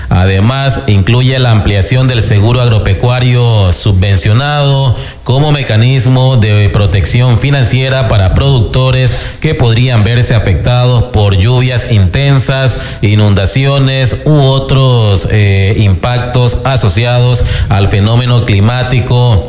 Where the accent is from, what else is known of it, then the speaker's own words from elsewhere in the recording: Ecuador; Así somos los ecuatorianos